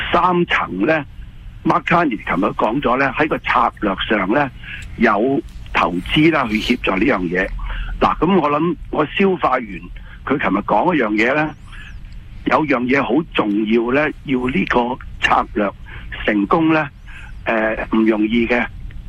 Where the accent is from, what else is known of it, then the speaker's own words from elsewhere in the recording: Canada; 我哋加拿大人